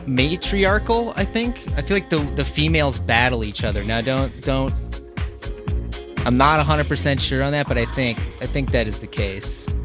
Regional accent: Nova Scotia, Canada; moved away; I'm actually originally from Nova Scotia, and have family in Maine.

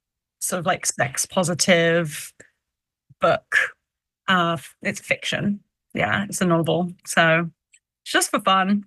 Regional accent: London, United Kingdom; Oh, I grew up in London as well.

